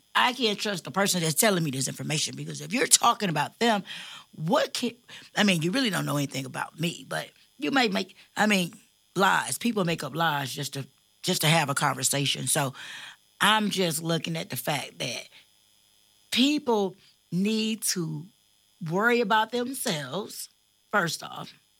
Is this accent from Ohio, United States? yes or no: yes; East Cleveland, Ohio, United States; also born or lived in Florida; I'm from East Cleveland. I've lived in Florida.